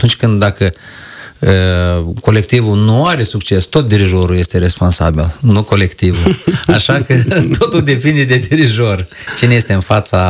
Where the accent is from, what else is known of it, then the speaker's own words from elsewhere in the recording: Briceni, Briceni District, Moldova; eu nu sunt din Lozova, eu sunt din Briceni